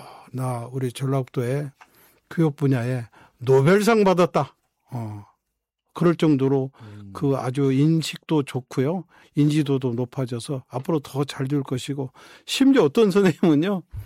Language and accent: Korean; South Korea; 근데 저는 대한민국 사람이라는 게 너무 행복하더라고요.